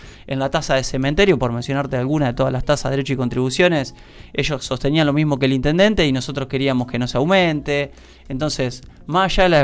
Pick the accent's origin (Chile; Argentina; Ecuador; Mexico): Argentina; Santa Fe; como argentinos, como santafesinos y como villenses